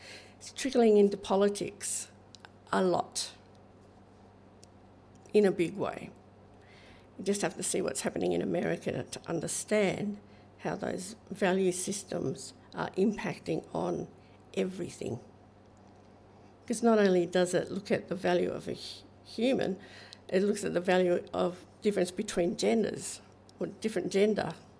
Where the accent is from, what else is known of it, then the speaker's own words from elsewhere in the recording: Geraldton, Western Australia, Australia; born there; also born or lived in Noongar country, Western Australia; Now, I'm not Yamaji, I come from Noongar country. But I was born here, so I'm a Yemiji in that way.